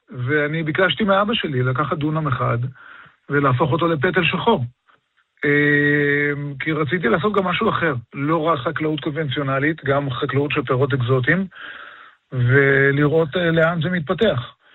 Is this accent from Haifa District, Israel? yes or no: no; Gedera, Central District, Israel; נולדתי בגדרה. אבא שלי נולד בשנת 33 בראשון לציון, ושנה לאחר מכן הם עברו לגדרה. כך שאני נולדתי בגדרה.